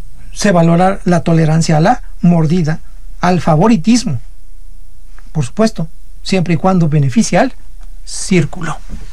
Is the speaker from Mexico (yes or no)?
yes; Mexico